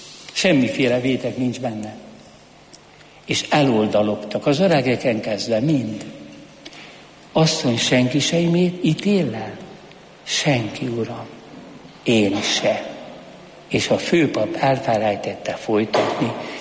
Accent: Hungary; Én római katolikus vagyok, és magyar vagyok.

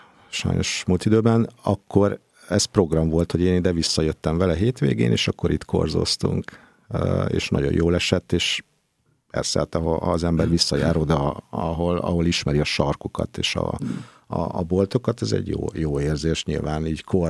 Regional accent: Budapest, Hungary; Nem Budán születtem, de nyilván a legelső emlékeim is ide kötnek. Tehát itt gyerekeskedtem. Egészen késő kamaszkoromig itt éltem, mert most nem vagyok újlipótvárosi.

